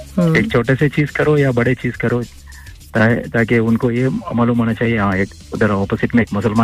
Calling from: Kerala, India; मैं केरला से हूँ।

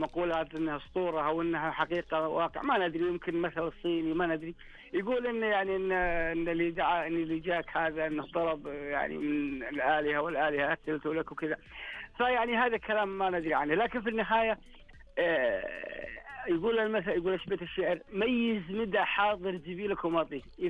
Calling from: Buraydah, Al-Qassim, Saudi Arabia

